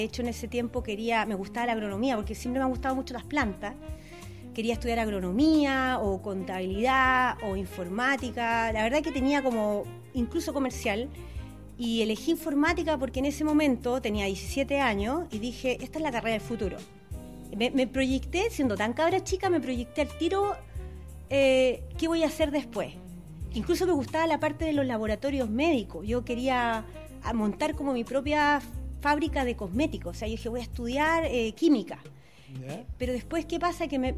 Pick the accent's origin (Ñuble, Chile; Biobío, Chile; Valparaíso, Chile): Valparaíso, Chile; Quilpué; born there; also born or lived in Santiago; Y cuando me vine de Santiago, yo dije... voy a volver a Santiago porque amo Santiago. Y nunca volví. Y claro, me enamoré de Quilpué, me enamoré de la región, nunca más quise volver a Santiago.